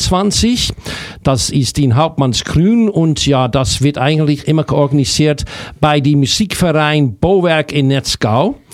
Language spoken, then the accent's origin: German; Amsterdam, North Holland, Netherlands; German is a second language; Ich bin aus Amsterdam und wie bin ich eigentlich?